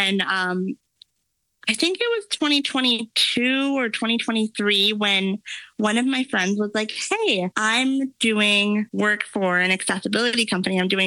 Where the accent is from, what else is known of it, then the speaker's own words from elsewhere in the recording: Michigan, United States; now in California, United States; I'm from Michigan.